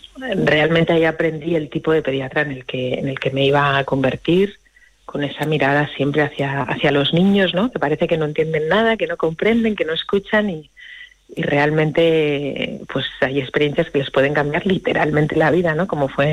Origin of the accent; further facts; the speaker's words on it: Asturias, Spain; ingresé en el Hospital Central de Asturias, porque yo soy asturiana